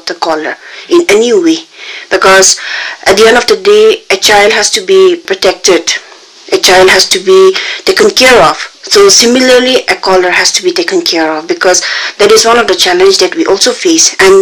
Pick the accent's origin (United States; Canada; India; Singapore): India; Nagaland; we are from Nagaland itself, from our own community.